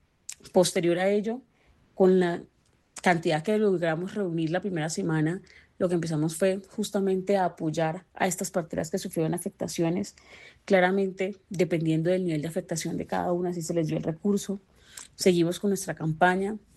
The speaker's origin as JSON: {"language": "Spanish", "country": "Colombia"}